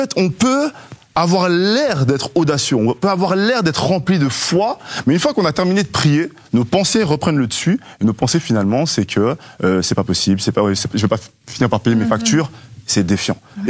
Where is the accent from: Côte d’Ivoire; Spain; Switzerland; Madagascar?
Switzerland; Je suis suisse, c'est ma montre.